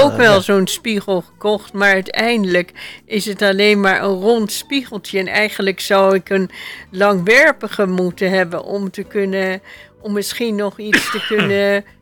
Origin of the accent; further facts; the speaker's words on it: Amsterdam, North Holland, Netherlands; En dan deed ik dat bij ons in Amsterdam wonen, mijn ouders toen nog.